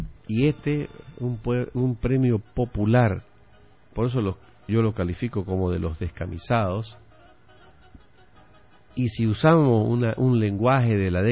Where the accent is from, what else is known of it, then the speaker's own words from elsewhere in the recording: Santa Cruz, Bolivia; los cambas que hacen a la Santa Cruz que amamos